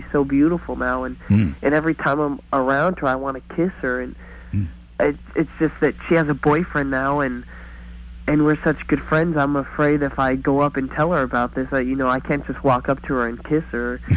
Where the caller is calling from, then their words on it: Phoenix, Arizona, United States; I'm in Phoenix at the University of Arizona.